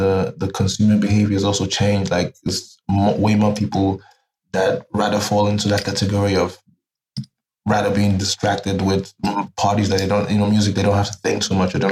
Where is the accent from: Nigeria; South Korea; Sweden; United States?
Nigeria; Lagos; also born or lived in Abuja; now in Germany; I was born in Lagos, Nigeria, but my family is from the east part of Nigeria. So the east, southeast, Imo states. I'm Igbo from tribe. But I was born in Lagos. I grew up partly in Lagos.